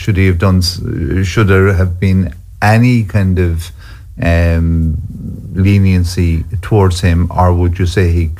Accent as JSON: {"language": "English", "town": "Kilkenny", "region": "County Kilkenny", "country": "Ireland", "tie": "born or raised there", "also_born_or_lived": "Cork", "said": "Lived in Kilkenny. Sure, I was born in Cork. That's the kind of the literal situation. And within 4 or 5 days, back to Kilkenny."}